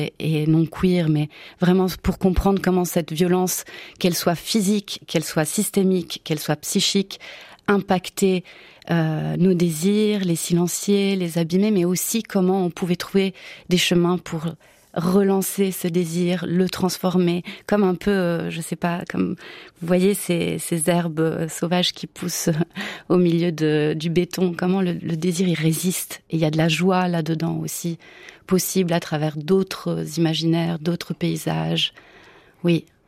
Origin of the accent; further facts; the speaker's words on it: Italy; first language Italian; French is a second language; moved away; je suis italienne à mon tour